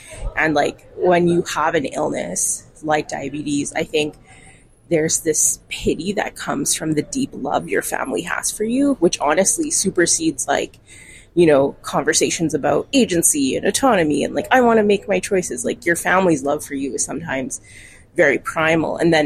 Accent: Canada; I'm a Canadian slam champion.

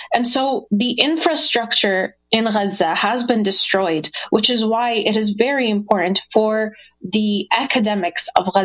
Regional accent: Canada; That's my question as a Canadian citizen myself.

